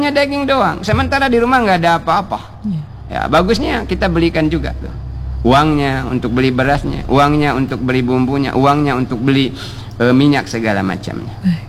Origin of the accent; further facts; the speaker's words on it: Bangka Belitung Islands, Indonesia; kata kita orang Bangka.